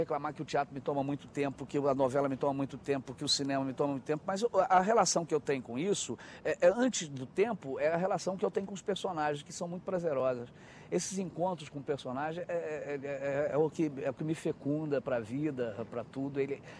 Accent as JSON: {"language": "Portuguese", "country": "Brazil", "said": "a gente sendo brasileiro"}